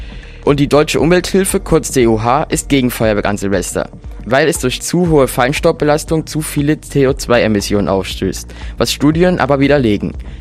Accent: Dresden, Saxony, Germany; bin aus Dresden.

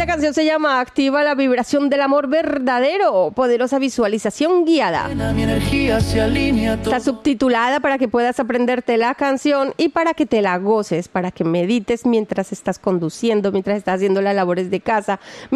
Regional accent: Colombia; now in Stuttgart, Germany; yo soy de Colombia

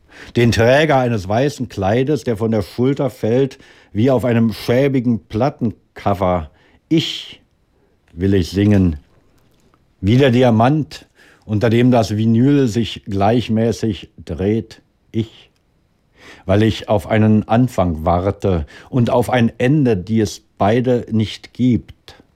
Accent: Berlin, Germany; born there; also born or lived in Schwerin; ich bin aus Friedrichshain und wenn man so nimmt, aus Hohenschönhausen. Habe dann aber meine Kindheit in Schwerin verbracht, bin dann wieder nach Berlin gekommen. Weißensee ist sozusagen immer das Gebiet gewesen, also der Stadtbezirk, ne?

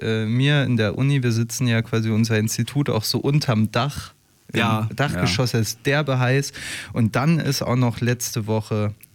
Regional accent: Berlin, Germany; born there; Nee, ich bin ja gebürtiger Berliner auch, ne?

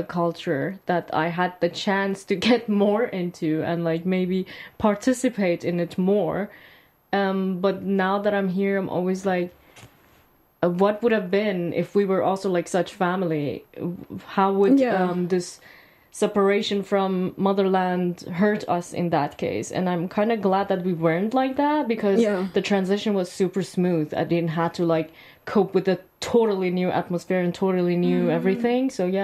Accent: Germany; English is a second language; So growing up in Germany after so many years here, it didn't make me realize, oh, I miss my culture.

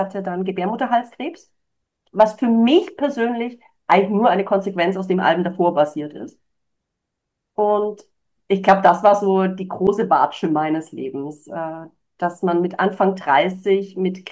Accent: Germany; moved away as an adult; also born or lived in Spain; Als die Schule vorbei war, war klar, dass ich nicht in Deutschland, also ich bin gebürtige Deutsche, bleiben werde, bin sofort nach Spanien gezogen.

